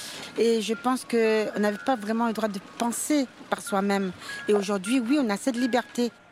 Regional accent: Réunion; moved away; Moi, j'ai grandi 20 ans à La Réunion.

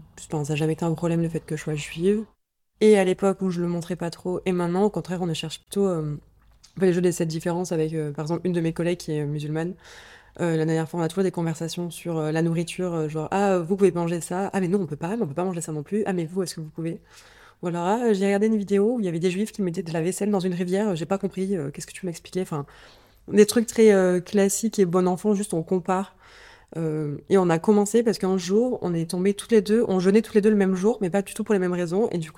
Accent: Marseille, Provence-Alpes-Côte d'Azur, France; j'ai 28 ans, j'ai grandi à Marseille. Je viens d'une famille où le côté maternel est tunisien et juif, et le côté paternel est arménien. Du coup, j'ai grandi surtout dans la communauté arménienne à Marseille, et pas tellement la communauté juive.

